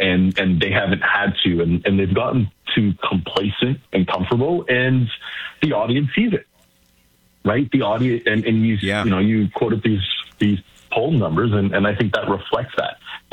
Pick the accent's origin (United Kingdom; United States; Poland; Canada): Canada; I'm first in my family, born and raised in Canada. My parents, first generation to come here.